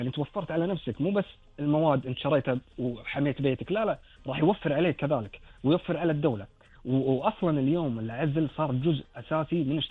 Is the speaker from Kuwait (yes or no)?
yes; Kuwait; اللي عندنا بالكويت